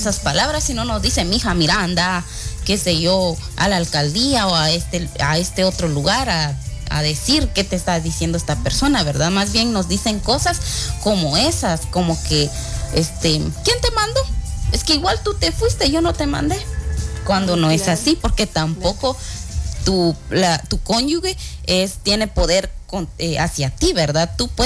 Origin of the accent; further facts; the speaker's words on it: Guatemala; Las mujeres pues representamos más de la mitad de la población de Guatemala